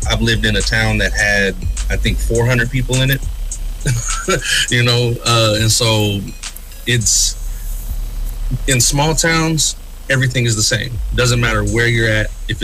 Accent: Oklahoma, United States; also born or lived in Dallas; I'm a native black and white from Oklahoma. I was born in Dallas, but we don't talk about that.

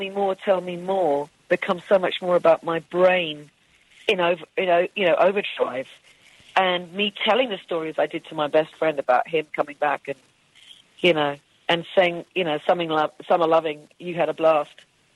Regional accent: Wales, United Kingdom; being Welsh.

